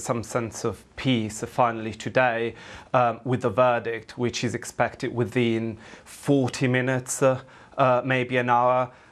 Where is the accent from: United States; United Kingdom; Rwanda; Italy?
Italy; Genoa, Liguria; moved away; So coincidentally, I'm also from Genoa.